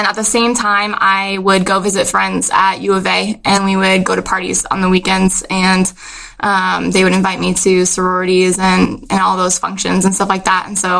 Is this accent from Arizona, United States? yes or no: yes; Arizona, United States; And I was actually born and raised in Arizona. So I've gone to Catholic school my entire life, pretty much, besides college.